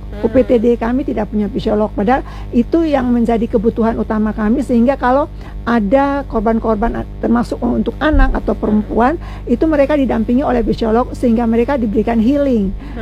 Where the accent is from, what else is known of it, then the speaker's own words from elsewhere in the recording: Ambon, Maluku, Indonesia; karena kita kan orang Ambon, kita tahu bagaimana kalau kekerasan verbal itu kan biasanya sampai dengan menyebutkan mereka dengan kata-kata yang sampai binatang seperti itu.